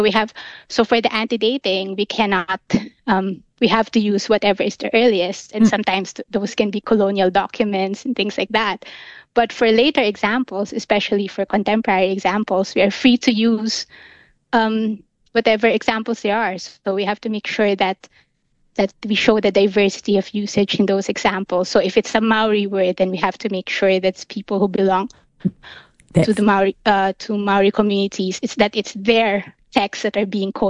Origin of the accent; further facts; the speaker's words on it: Philippines; So I'm from the Philippines, and we became English speakers because my country was an American colony for a time.